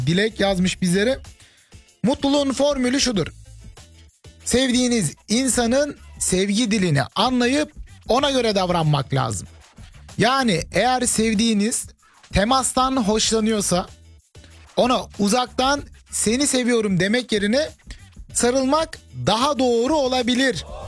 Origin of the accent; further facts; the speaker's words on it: Rize, Turkey; Rizeliyim ya, normal, düz. Gerçi düz de sayılmaz ya. Babam Rizeli, annem Karslı. Ben böyle ikisinin ortası Artvin.